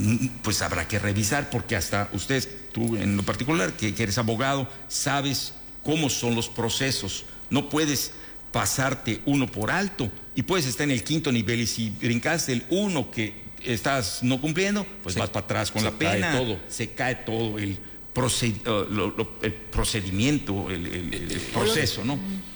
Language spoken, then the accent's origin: Spanish; Mexico; soy mexicano, mi país firmó